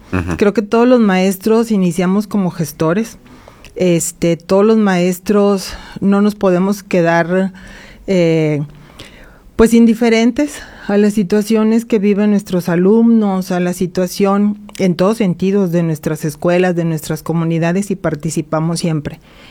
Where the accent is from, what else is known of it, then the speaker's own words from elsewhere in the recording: Matamoros, Mexico; soy de Matamoros, sí, soy de Matamoros.